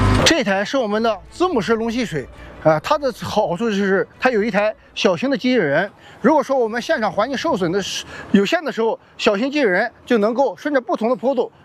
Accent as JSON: {"language": "Chinese", "region": "northern China", "country": "China", "said": "我是北方人"}